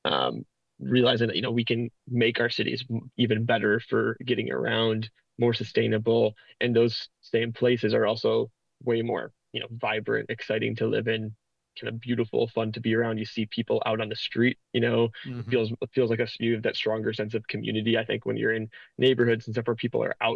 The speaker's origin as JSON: {"language": "English", "town": "Greendale", "region": "Wisconsin", "country": "United States", "tie": "born or raised there", "said": "So I'm from Greendale, so suburban, South Milwaukee County. Grew up there."}